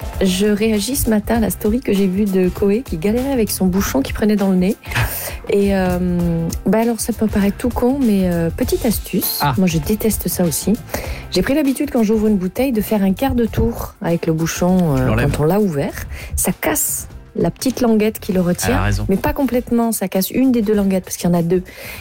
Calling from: Saint-Julien-le-Montagnier, Provence-Alpes-Côte d'Azur, France; j'appelle du Verdon.

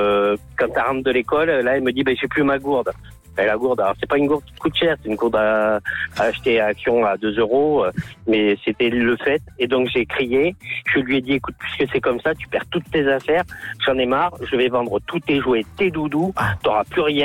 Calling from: Condom, Occitanie, France; Moi, j'habite à Condon, dans le Gers.

